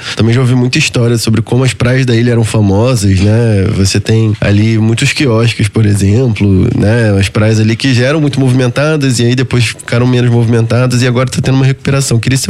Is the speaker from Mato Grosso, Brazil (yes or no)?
no; Rio de Janeiro, Brazil; Eu cresci no Flamengo